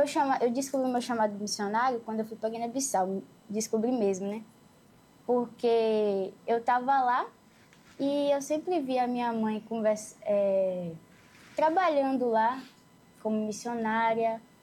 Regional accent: Foz do Iguaçu, Paraná, Brazil; born there; Nasci em Foz do Iguaçu, meio que no campo. Não é muito diferente, porque continua sendo no Brasil

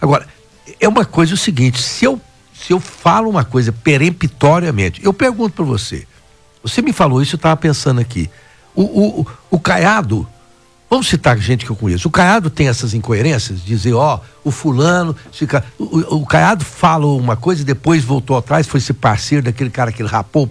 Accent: Rio Verde, Goiás, Brazil; Porque eu sou de Rio Verde, sou bobinho

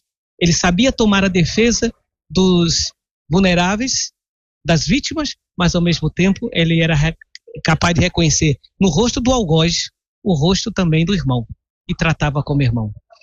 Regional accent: Northeast Region, Brazil; Eu sou do Nordeste, né? Eu estou trabalhando no Nordeste

